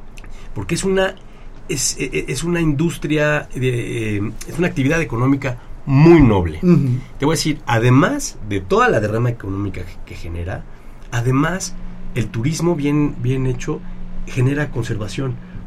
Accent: Mexico; como país, como mexicanos

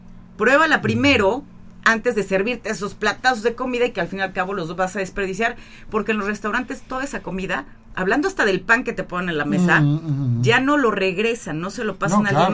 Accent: Mexico; Porque así somos los mexicanos.

